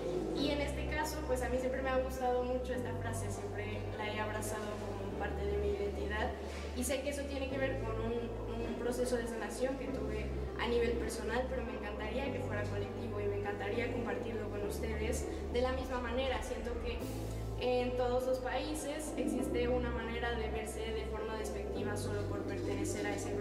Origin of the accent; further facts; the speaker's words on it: Mexico; now in Madrid, Spain; me representan como mujer, como mexicana, como ser humano que transita en estos espacios, sobre todo Madrid y mi país